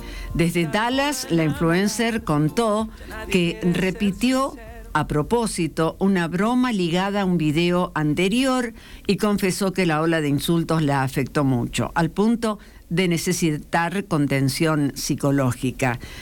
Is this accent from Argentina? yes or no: yes; Argentina; Somos todos argentinos